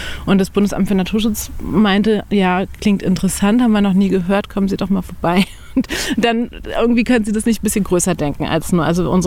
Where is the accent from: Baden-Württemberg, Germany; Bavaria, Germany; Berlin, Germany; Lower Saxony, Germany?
Berlin, Germany; moved away as an adult; also born or lived in Brazil / Spain / Portugal / Chile; in Spanien und in Portugal lange gelebt. Ich habe in Chile meine Doktorarbeit geschrieben, ich habe in Kolumbien lange gelebt. Also ich bin in Berlin groß geworden, aber war dann wirklich lange in der Welt unterwegs.